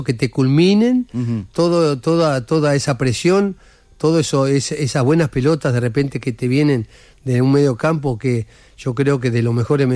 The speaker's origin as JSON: {"language": "Spanish", "country": "Uruguay", "said": "Yo soy uruguayo, claro."}